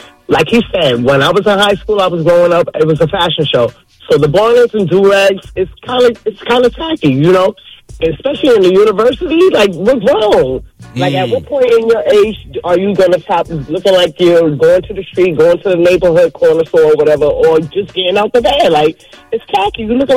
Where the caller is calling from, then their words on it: Yonkers, New York, United States; I'm calling from Yonkers, New York.